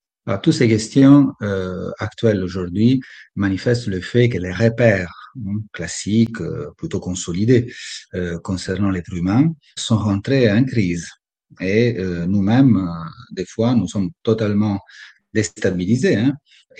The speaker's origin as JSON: {"language": "French", "country": "Italy", "moved": "yes", "lives_now": "Toulouse, France", "said": "je suis italien"}